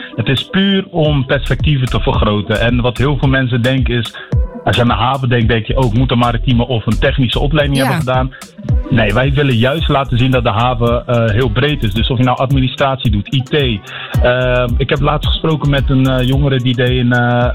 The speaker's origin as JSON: {"language": "Dutch", "town": "Rotterdam", "region": "South Holland", "country": "Netherlands", "tie": "born or raised there", "said": "En ik ben zelf opgegroeid in Delfshaven."}